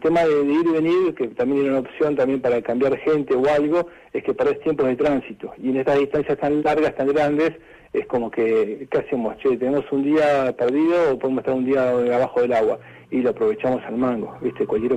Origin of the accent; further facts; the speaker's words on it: San Carlos de Bariloche, Río Negro, Argentina; yo soy Bariloche, yo me crié con naturaleza y me crié ahí en el ambiente